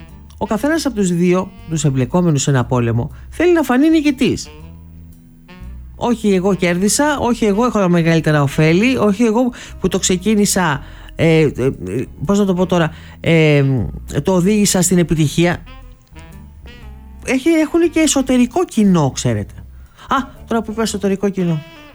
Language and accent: Greek; Greece; εμείς ως Έλληνες.